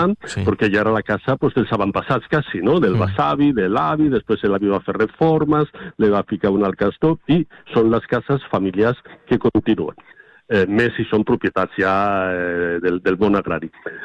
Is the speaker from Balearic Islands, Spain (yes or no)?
no; Tarragona, Catalonia, Spain; jo recordo de nen a Tarragona, jo vivia en una casa de lloguer amb els meus pares